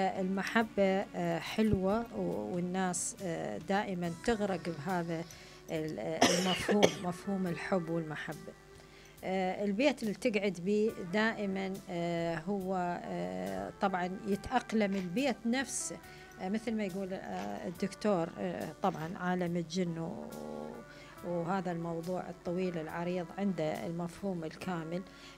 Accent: Iraq; فالبيوت أيضا إحنا عندنا في العراق كنا البيوت فيها أشكال وألوان

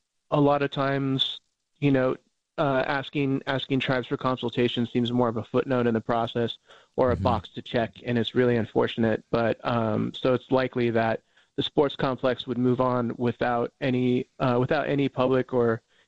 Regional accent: Alameda, California, United States; I was adopted out of my tribe at birth and born and raised in Alameda

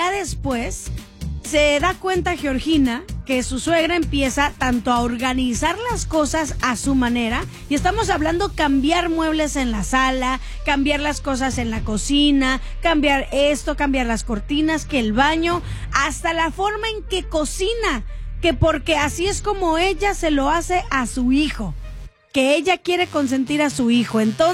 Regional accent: Sinaloa, Mexico; Soy sinaloense, de repente es que sí se llegan a confundir los acentos

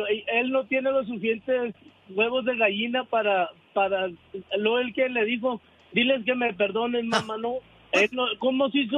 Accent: Ciudad Juárez, Chihuahua, Mexico; now in Denver, United States; Yo antes de venirme para acá, Denver, Colorado, soy de Ciudad Juárez, Chihuahua.

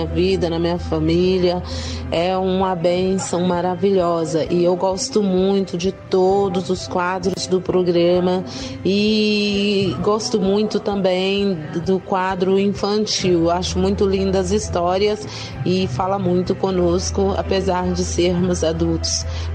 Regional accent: Suzano, São Paulo, Brazil; Sou aqui de Suzano

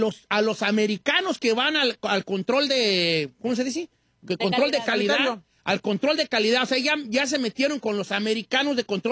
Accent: Michoacán, Mexico; yo Michoacán, que soy de Michoacán, ¿sí? No sé si ustedes sabían, pero yo soy de rancho, ¿verdad?

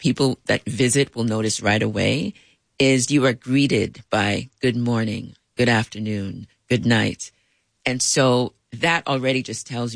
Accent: Bronx, New York, United States; born there; I was born in the Bronx, but very much connected to my roots.

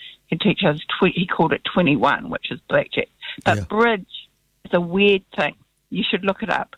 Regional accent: Invercargill, Southland, New Zealand; born there; born down in Invercargill Hospital, where it's now a McDonald's, you know. I was born in Invercargill.

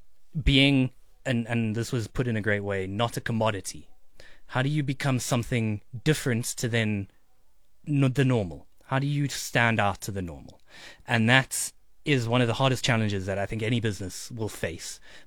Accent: South Africa; Born and raised.

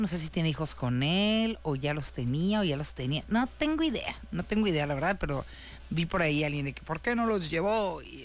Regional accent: Mexicali, Baja California, Mexico; Y aquí su amiga que nació en El Cóndor y creció en La Baja. Saludos a estos dos elegantes barrios mexicalenses. Les digo, yo nací en uno y crecí en otro. O sea, crecí una parte en El Cóndor y otra parte en La Baja.

